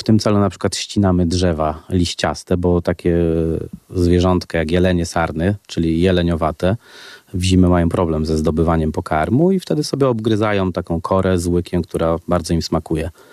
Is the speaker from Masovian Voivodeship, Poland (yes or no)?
yes; Szydłowiec, Masovian Voivodeship, Poland; byłem u dziadków w lesie, można powiedzieć, którzy mieszkali na mojej wiosce pod Szydłowcem. I tam spędzałem wakacje, ferie i od dziecka robiliśmy z bratem włóczyć się po lesie z dziadkami